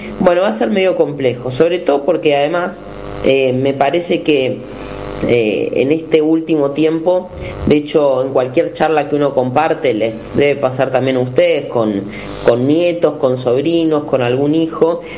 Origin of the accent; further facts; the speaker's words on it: Buenos Aires, Argentina; quienes somos porteños y del área metropolitana de Buenos Aires